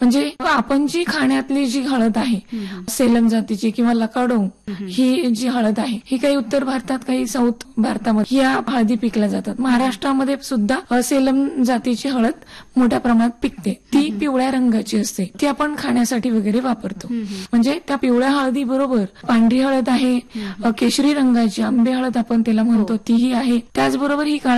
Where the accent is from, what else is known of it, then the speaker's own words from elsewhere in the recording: Kalambe, Maharashtra, India; moved away as an adult; also born or lived in Pune / Manchar; now in Golegaon, Junnar taluka, India; माझं मूळ गाव आंबेगाव तालुक्यातील कळंबे आहे.